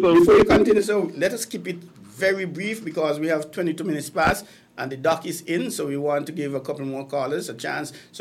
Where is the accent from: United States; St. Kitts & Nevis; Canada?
St. Kitts & Nevis; I'm from St. Kitts and Nevis.